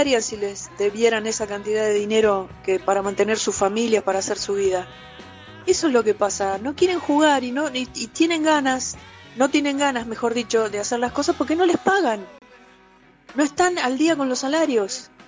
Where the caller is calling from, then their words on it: Belgrano, Buenos Aires, Argentina; de Belgrano.